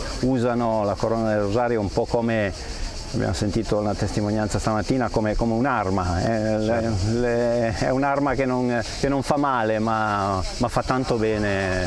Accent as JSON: {"language": "Italian", "region": "Piedmont", "country": "Italy", "said": "vengo dal Piemonte, in particolare dalla provincia di Asti"}